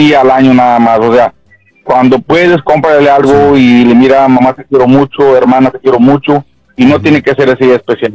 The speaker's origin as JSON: {"language": "Spanish", "town": "Matamoros", "region": "Tamaulipas", "country": "Mexico", "tie": "born or raised there", "moved": "yes", "lives_now": "Mercedes, Texas, United States", "said": "Soy originario de Matamoros"}